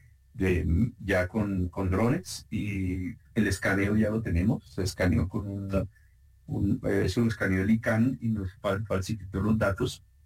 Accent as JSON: {"language": "Spanish", "town": "Sogamoso", "region": "Boyacá", "country": "Colombia", "tie": "born there", "said": "Yo tengo el honor de ser de Sogamoso, nací en Sogamoso, por eso también soy muy solar"}